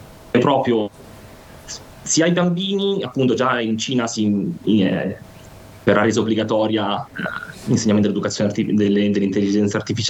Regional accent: Lombardy, Italy; also born or lived in Imperia; io sono di Imperia, io sono di Oneglia, nonostante sia per loro difficile capire, però io dico sempre sono di Imperia, quindi nonostante sia cresciuto in Lombardia, il mio legame con la Liguria rimane sempre fortissimo.

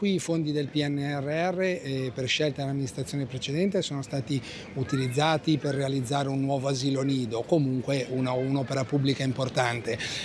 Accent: Levanto, Liguria, Italy; Certo, allora io sono nato a Levanto 60 anni fa, sono cresciuto qui, ho studiato, fatto le superiori, poi la laurea in giurisprudenza

